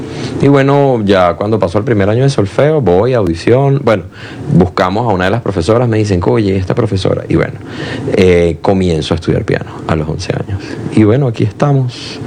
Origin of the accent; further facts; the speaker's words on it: Caracas, Capital District, Venezuela; born there; Entonces, bueno, nosotros, mi hermano y yo nacemos acá. Mi mamá es de Falcón.